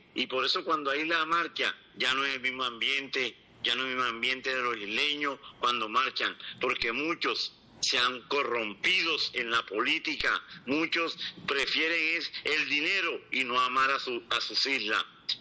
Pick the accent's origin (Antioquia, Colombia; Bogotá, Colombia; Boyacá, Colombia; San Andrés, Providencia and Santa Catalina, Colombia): San Andrés, Providencia and Santa Catalina, Colombia; San Andrés; aquí prácticamente me crié y nací, y como no nací, pero me crié aquí en San Andrés hace 35 años.